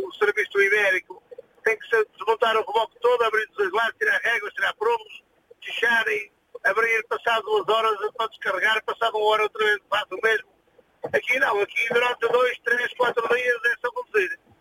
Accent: Lousada, Porto, Portugal; eu na minha zona, onde eu sou natural do Conselho de Lousada, ali de uma freguesia do Lousada

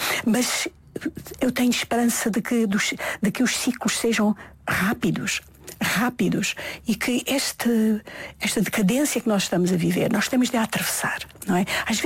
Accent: Algarve, Portugal; born there

